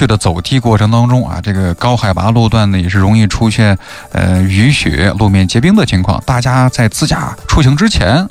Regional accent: Xinjiang, China

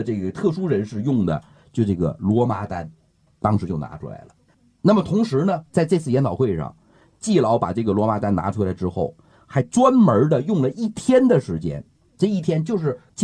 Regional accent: China; 我一个中国人得到国外才知道

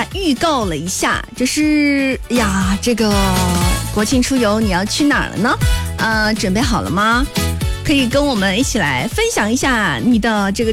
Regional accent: Boluo, Guangdong, China; 因为我就是个土生土长的博罗人

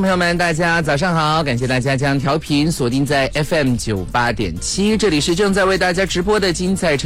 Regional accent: China

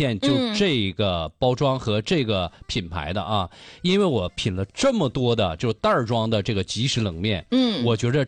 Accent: Dunhua, Jilin, China; moved away; 延边地区敦化市我家乡。

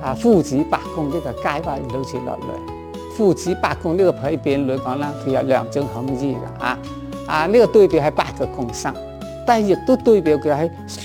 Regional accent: China; 我哋坑尾村

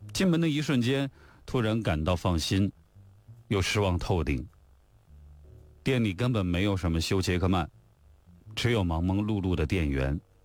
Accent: China; 嗨，我是中国的一名博主，采访过全球很多的企业家

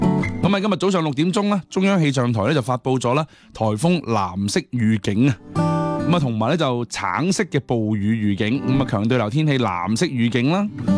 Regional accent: Guangdong, China

